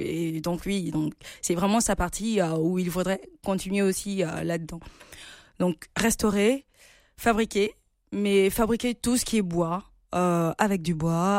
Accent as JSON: {"language": "French", "country": "Gabon", "moved": "as an adult", "lives_now": "France", "said": "Moi, je viens du Gabon"}